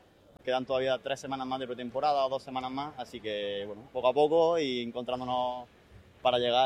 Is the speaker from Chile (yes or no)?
no; Granada, Andalusia, Spain; moved away; A ver, yo soy de Granada, o sea que llevaba 3 años fuera